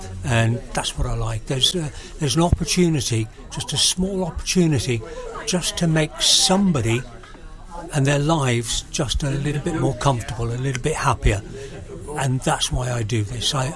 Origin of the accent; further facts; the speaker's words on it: Swansea, Wales, United Kingdom; accent: South Walian; nobody in the world will even begin to know where I'm from my accent. I'm actually South Walian. I come from Swansea. So, yes, I'm actually a Swansea City supporter and Welsh rugby supporter.